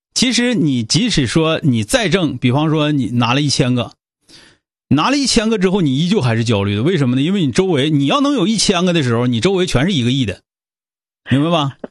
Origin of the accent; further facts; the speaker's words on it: Northeast China, China; 咱们东北人出电商出的比较多，对吧？